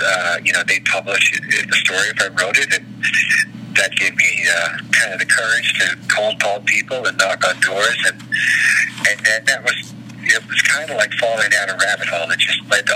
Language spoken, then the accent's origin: English; Boston, Massachusetts, United States; I'm here from Boston